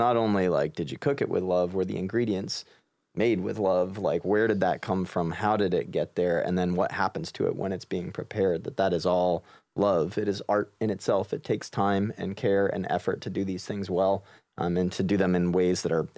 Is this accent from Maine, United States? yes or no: yes; Maine, United States; And I grew up in Maine.